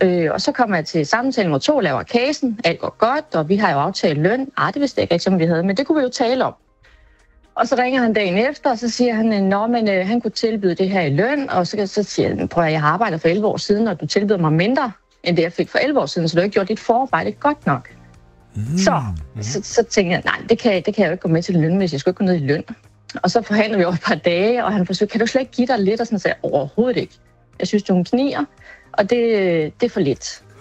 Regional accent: Stenløse, Capital Region of Denmark, Denmark; jeg er fra Stenløse.

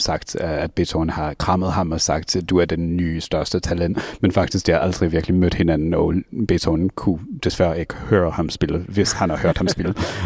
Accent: Hungary; Danish is a second language; now in United States; jeg kommer fra Ungarn.

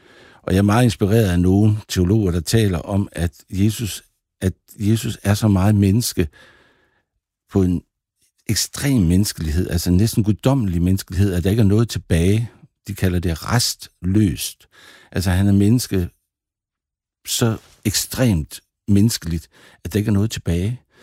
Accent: Central Denmark Region, Denmark; Men jeg er 60 år, og jeg er fra Vestjylland, og har levet langt det meste af mit liv i Vestjylland.

